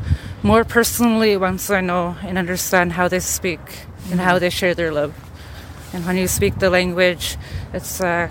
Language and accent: English; Fort McPherson, Northwest Territories, Canada; I'm Tetlet Gwich'in, main and people of the headwaters. I was raised in Fort McPherson, Northwest Territories, but I reside here on the Tan in Kualantan, traditional territory.